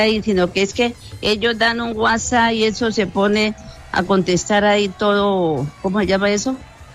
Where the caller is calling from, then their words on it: Villavicencio, Meta, Colombia; Aquí en la octava